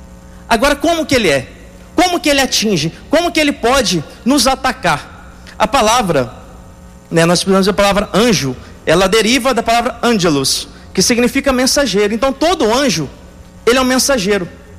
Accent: Rio de Janeiro, Brazil; Eu sou do interior do Rio de Janeiro.

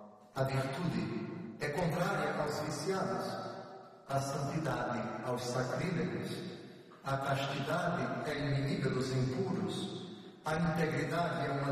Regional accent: Alagoas, Brazil; eu sou alagoano

